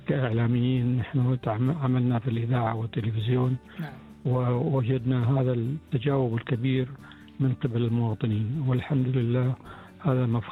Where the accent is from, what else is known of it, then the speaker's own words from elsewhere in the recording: Bahrain; الإعلام عندنا في البحرين متطور،